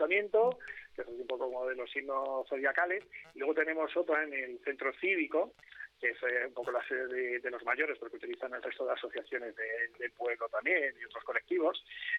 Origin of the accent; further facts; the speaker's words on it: Extremadura, Spain; paisanos somos todos los extremeños, pero quiero decir, de aquí de la zona, en el barrio de la Lagunilla